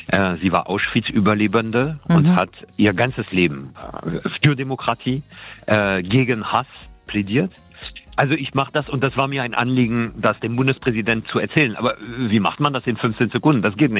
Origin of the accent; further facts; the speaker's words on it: France; now in Germany; Ich bin mittlerweile auch Deutscher. Also ich bin Franzose und Deutscher.